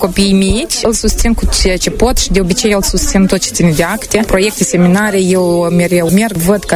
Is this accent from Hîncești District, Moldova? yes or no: yes; Logănești, Hîncești District, Moldova; Suntem din Hâncești, Logănești. Aveam procurat apartamentul nostru. Locuim în Hâncești deja de 5 ani.